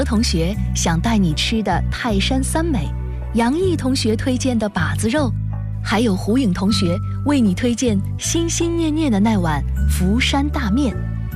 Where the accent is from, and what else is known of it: China